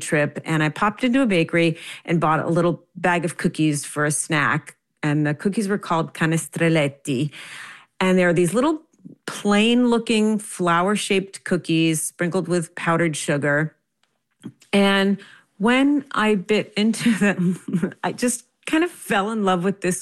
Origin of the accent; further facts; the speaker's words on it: New Jersey, United States; when you're a young child growing up in New Jersey, which is where I grew up